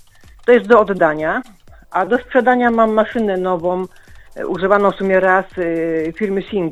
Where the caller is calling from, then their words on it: Polkowice, Lower Silesian Voivodeship, Poland; Ja dzwonię z Polkowic